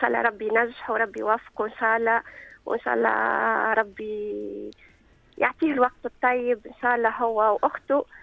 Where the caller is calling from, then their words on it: Sousse, Sousse Governorate, Tunisia; من سوسة مدام، من سوسة.